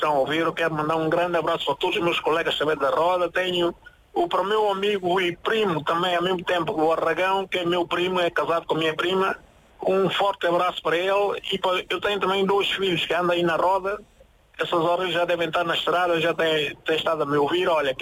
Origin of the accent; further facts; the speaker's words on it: São Tomé & Príncipe; moved away as an adult; now in Portugal; Saí de São Tomé com 32 anos, estou agora em Portugal há 35.